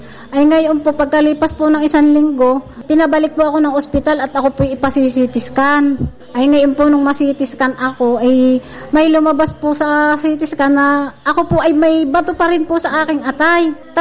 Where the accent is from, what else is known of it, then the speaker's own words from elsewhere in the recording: Calapan, Mimaropa, Philippines; na 50 taon na po ako at taga Puting Tubig po ako, Calapan City.